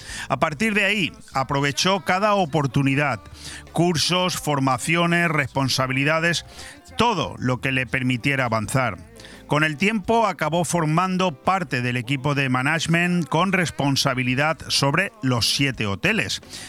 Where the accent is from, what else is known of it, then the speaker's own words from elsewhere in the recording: Benidorm, Valencian Community, Spain; born there; yo, que soy nacido en Benidorm y que adoro el turismo